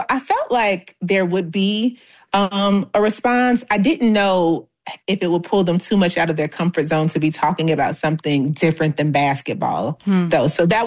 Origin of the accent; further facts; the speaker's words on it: Chicago, Illinois, United States; I'm from Chicago, in Milwaukee, and just as we were traveling.